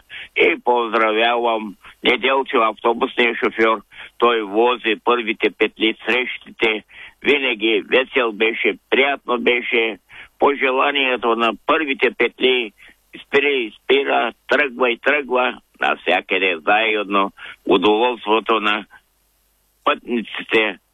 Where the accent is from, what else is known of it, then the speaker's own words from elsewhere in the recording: Dulovo, Silistra Province, Bulgaria; съм от Дулово.